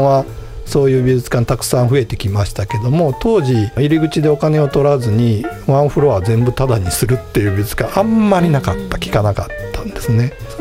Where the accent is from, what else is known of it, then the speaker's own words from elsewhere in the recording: Osaka, Japan; 大阪生まれ大阪育ちの自分が